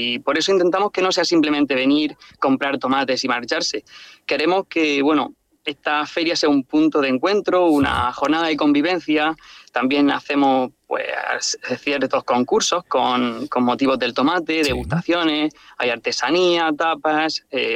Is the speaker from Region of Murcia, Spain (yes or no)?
yes; Region of Murcia, Spain; moved away as an adult; los que somos del Calar y por cuestiones laborales tenemos que vivir fuera y llegamos los viernes deseando entrar al pueblo y los domingos llorando por marcharnos